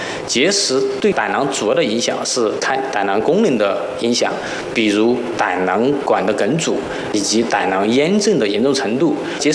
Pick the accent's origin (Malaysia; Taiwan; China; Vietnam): China; 我们中国人